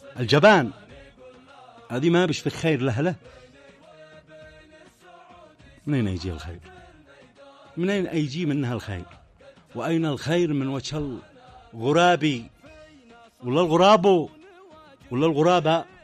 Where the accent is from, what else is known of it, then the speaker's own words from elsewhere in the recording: Yemen; أنا كيمني بلادي معتدى عليها من الجارة، من الشقيقة الكبرى